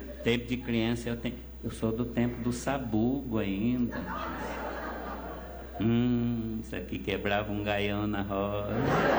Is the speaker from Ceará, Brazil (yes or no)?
no; Paraná, Brazil; now in Minas Gerais, Brazil; Eu já nasci lá no Paraná. E lá nós morava naquelas casinhas na beira da mata, em fazenda.